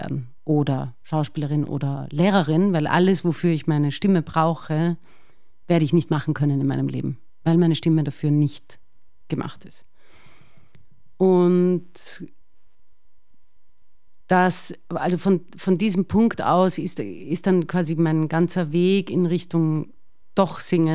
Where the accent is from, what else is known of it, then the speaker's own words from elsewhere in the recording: Vienna, Austria; ich bin Wienerin. Mhm. Und ich finde, also erstaunlicherweise empfinde ich die Stadt Wien auch als mein Zuhause, so richtig, das hat so ein richtiges Zuhausegefühl.